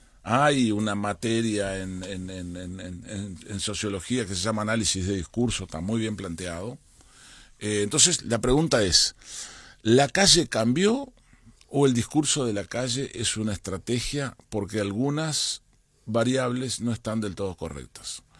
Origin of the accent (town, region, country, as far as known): Uruguay